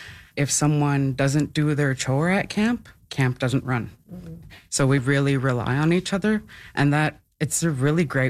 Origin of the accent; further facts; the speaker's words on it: Pangnirtung, Nunavut, Canada; first language Inuktitut; English is a second language; now in Iqaluit, Canada; I'm from I live in Iqaluit, but I'm from Pengertang.